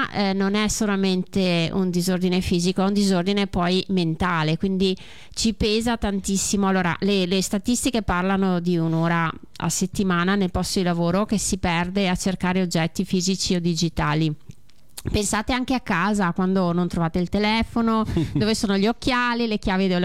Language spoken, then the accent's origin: Italian; Belluno, Veneto, Italy; sono di Belluno.